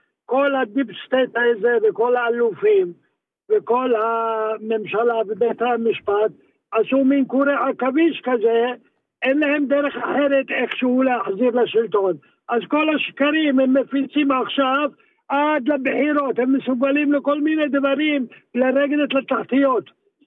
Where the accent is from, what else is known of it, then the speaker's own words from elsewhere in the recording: Yemen; now in Yokneam, Israel; כן, כן, עליתי מתימן, כן.